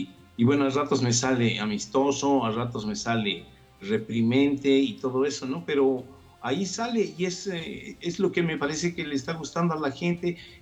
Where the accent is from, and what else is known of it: Bolivia